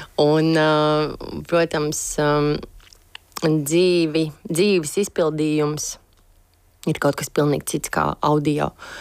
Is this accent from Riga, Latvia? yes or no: yes; Riga, Latvia; pārsvarā es savu bērnību pavadīju Rīgas pirmajā slimnīcā, jo abi mani vecāki ir ķirurgi.